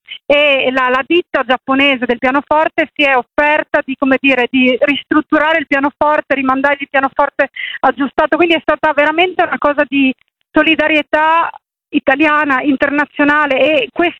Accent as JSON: {"language": "Italian", "town": "Gemona del Friuli", "region": "Friuli-Venezia Giulia", "country": "Italy", "said": "io sono originaria di Gemona del Friuli"}